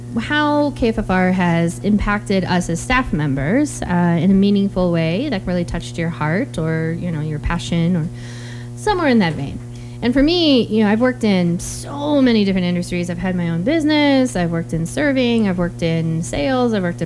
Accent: Kremmling, Colorado, United States; I'm also from Grand County. I'm from Kremling, West Grand.

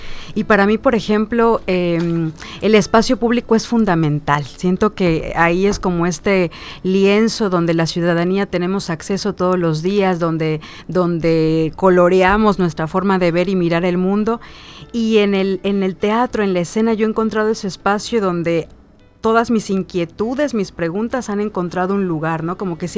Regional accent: Cancún, Quintana Roo, Mexico; moved away as an adult; now in Mérida, Mexico; Yo soy originaria de Cancún y migro a Mérida en el 2010.

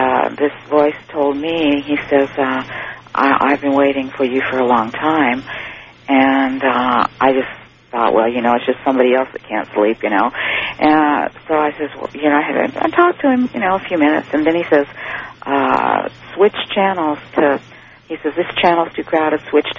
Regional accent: West Coast, United States; moved away; I didn't grow up in this area. I have ties back there, but I grew up on the West Coast.

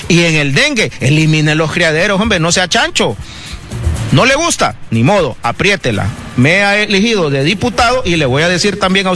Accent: Honduras; somos los hondureños los que no nos vamos a vacunar y los que nos gusta vivir en la chanchada.

